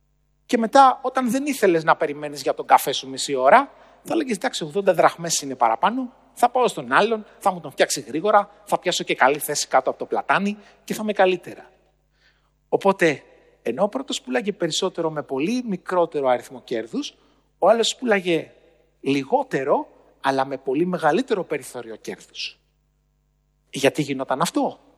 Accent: Western Greece, Greece; Στο χωριό μου λοιπόν, στο Αγρίνιο, εκεί που μεγάλωσα, στον Αβαρίκο Ετωλοακαρνανίας, ένα μικρό χωριό που είναι κοντά στο Θέρμο, το 1990 ήταν στις δόξες του.

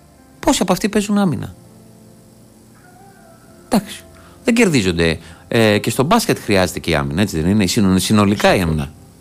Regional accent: Amarynthos, Central Greece, Greece; στο χωριό μου στην Αμάρινθο

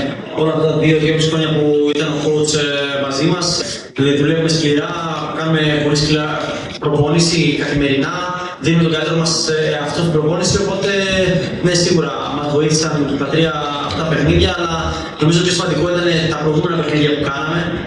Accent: Northern Greece, Greece

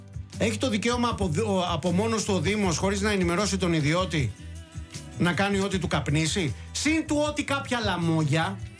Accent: Peloponnese, Greece; για να είμαστε από Λακωνία και αρκετά κοντά, συνεννοούμαστε.

